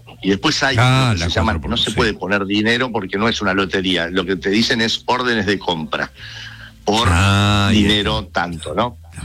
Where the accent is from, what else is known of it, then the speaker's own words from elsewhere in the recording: Argentina; Hola, soy de Argentina